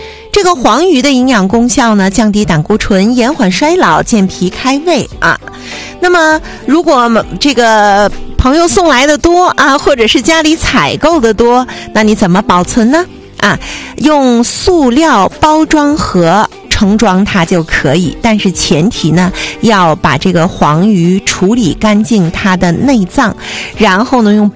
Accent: Changchun, Jilin, China

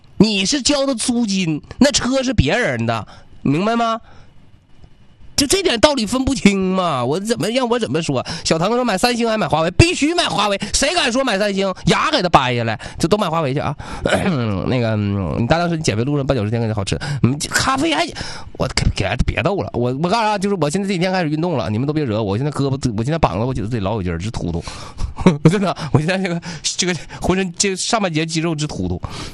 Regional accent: Jilin, China; 但是作为吉林人，大家一定要去一汽博物馆看一看，看看我们家乡门口的这么个企业。

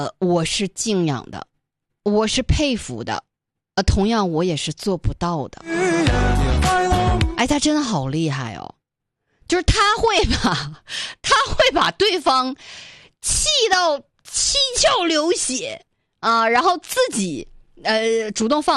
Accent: Northeast China, China; accent: Northeastern dialect; 这咱就说东北话叫小鸡儿不，各有各的道。

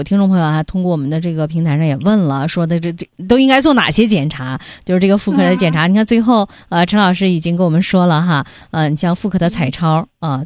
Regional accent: China; 我们中国人

